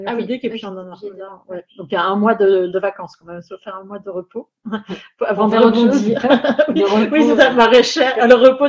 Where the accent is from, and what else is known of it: Provence-Alpes-Côte d'Azur, France